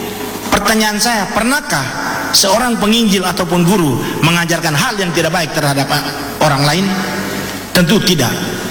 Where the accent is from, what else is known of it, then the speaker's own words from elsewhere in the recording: Maluku, Indonesia; now in Papua, Indonesia; kita orang Maluku